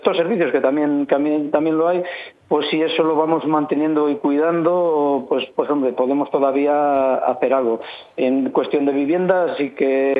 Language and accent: Spanish; Tordehumos, Castile and León, Spain; en mi pueblo concretamente, pues estamos ahí en esa línea, se mantiene un pelín hacia abajo, pero bueno, es inevitable ahora mismo en toda Castilla y León, y creo que en toda España.